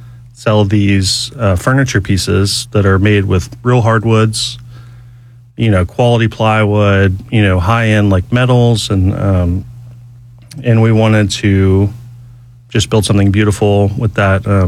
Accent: Atlanta, Georgia, United States; This area, actually.

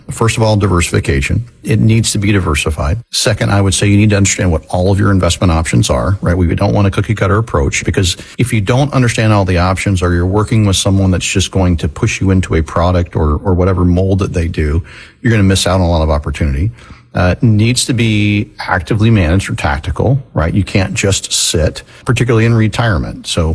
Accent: Florida, United States; Yeah, I was born and raised in Florida.

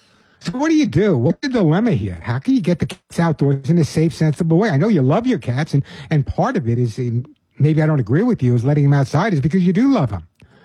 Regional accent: Long Island, New York, United States; I grew up on Long Island. I know you can't tell. I grew up on Long Island, and basically all my friends in the neighbor had dogs.

